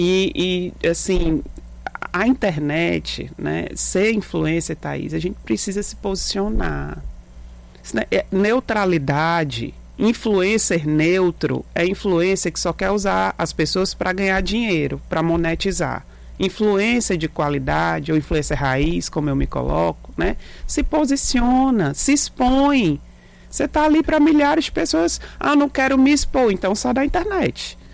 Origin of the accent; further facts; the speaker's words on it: Fortaleza, Ceará, Brazil; Bom, eu sou da periferia de Fortaleza e a educação salva.